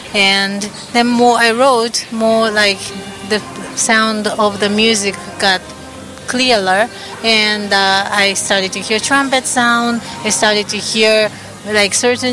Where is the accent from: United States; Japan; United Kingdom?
Japan; Hamamatsu, Shizuoka; moved away